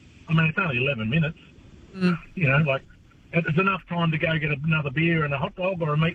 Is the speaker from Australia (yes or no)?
yes; Carkalgong, Australia; Yeah, I'm from Carkalgong. Don't forget.